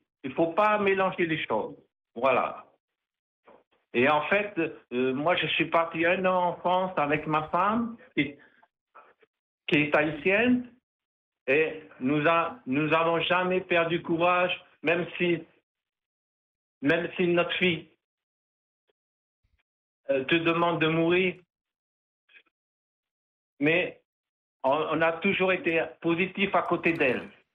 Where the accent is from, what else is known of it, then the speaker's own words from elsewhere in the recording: French Polynesia; moi j'ai grandi à Tahiti, mais je suis un Pofa.